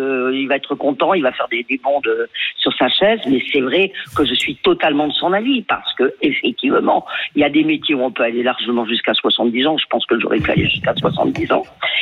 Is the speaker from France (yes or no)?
yes; Paris, Île-de-France, France; Oui, j'ai pris ma retraite à 68 ans passés, largement passés, puisque je suis de Montmartre.